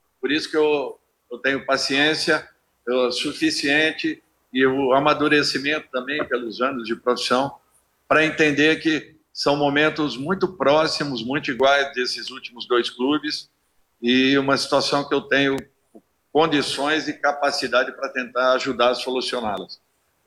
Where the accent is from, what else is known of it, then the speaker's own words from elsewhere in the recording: Brazil; Eu sou brasileiro, eu torço para que tudo dê certo